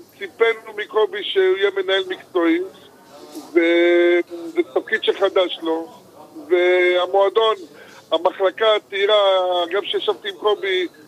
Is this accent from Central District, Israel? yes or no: no; Ashkelon, Southern District, Israel; במקרה אני אשקלוני.